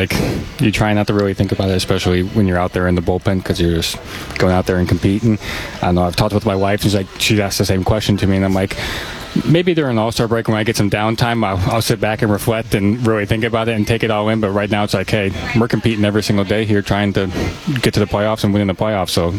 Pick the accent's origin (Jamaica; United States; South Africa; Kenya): United States; Clinton, Iowa; I grew up in Clinton, Iowa.